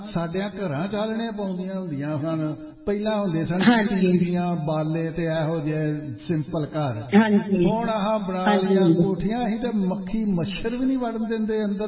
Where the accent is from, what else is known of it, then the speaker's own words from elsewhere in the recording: Punjab, India; ਸਾਡਾ ਜਿਹੜਾ ਪਿੰਡ ਹੈ ਨਾ ਸਾਡਾ ਪਿੰਡ ਹੈ ਬਟਾਲੇ ਦੇ ਲਾਗੇ ਖਾਨੂੰ ਆਉਣ ਵਾਲੀ ਸੜਕ ਉੱਥੇ ਟਿੱਬੇ ਹੁੰਦੇ ਸਨ